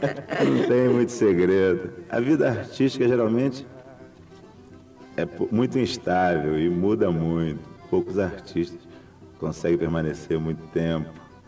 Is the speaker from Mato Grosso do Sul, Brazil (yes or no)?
no; Duas Barras, Rio de Janeiro, Brazil; born there; Nasci em Duas Barras, uma cidade pequenina. Fica a 2 horas do Rio, centro do Rio. É montanha, perto de Friburgo.